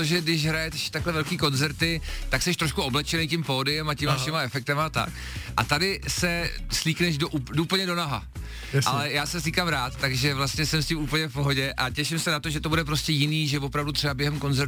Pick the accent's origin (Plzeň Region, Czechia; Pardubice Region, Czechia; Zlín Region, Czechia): Plzeň Region, Czechia; Železná Ruda; Železná ruda mimochodem moc hezký město, hrozně se dalo dohromady. Aha. A myslím, hodně lidí zajímá, odkud pocházím, kde jsem vyrost, už teď tam jako často za mnou jezdí fanoušci